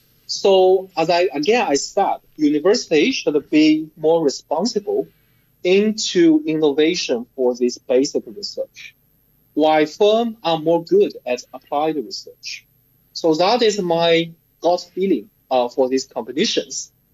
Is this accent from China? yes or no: yes; Ningbo, Zhejiang, China; I'm born in Ningbo. So actually, my hometown is full of this kind of manufacturing in this textile business.